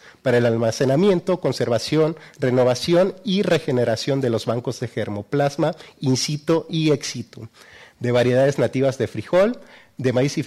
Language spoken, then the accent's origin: Spanish; Mexico; lo que conocemos ya como mexicanos de generación en generación